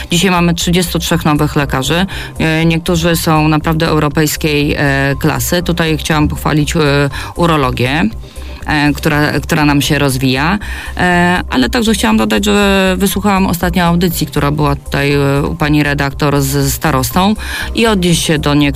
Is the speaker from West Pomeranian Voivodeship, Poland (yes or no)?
no; Mława, Masovian Voivodeship, Poland; jestem tutaj rodowitą mławianką